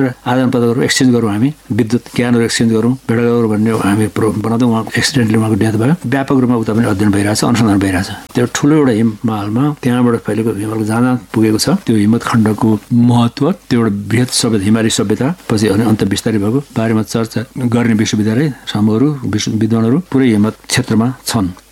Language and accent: Nepali; Bhojpur, Koshi Province, Nepal; अलि पूर्व अझैतिर मेरो घर भोजपुर हो